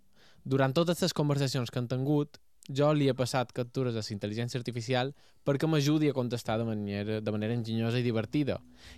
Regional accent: Sencelles, Balearic Islands, Spain

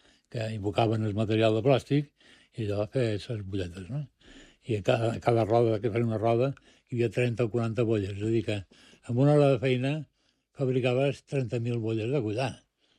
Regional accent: Balearic Islands, Spain; also born or lived in Madrid; perquè vaig arribar a Menorca que tenia 10 anys. I en tenc 73, ja em diràs tu, si no som menorquí, no sé què som.

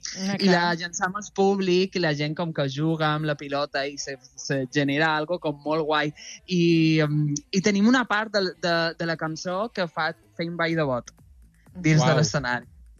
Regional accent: Mallorca, Balearic Islands, Spain; Els meus pares són de fora, però jo sóc d'aquí

